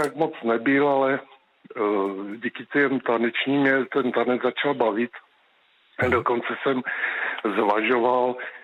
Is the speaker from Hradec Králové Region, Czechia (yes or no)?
no; Brno, South Moravian Region, Czechia; now in Jedovnice, Czechia; No, já jsem původem Brňák, teď bydlím v Jedovnicích, kousek od Brna. Mm-hmm. Nicméně do školy jsem chodil v Brně a na gymnázium